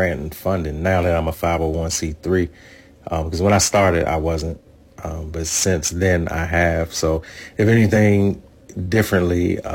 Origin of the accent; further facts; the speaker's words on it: District of Columbia, United States; I would like it to leave an impact, especially where I'm from. And I know I said the DMV, but I was born and raised in Uptown Northwest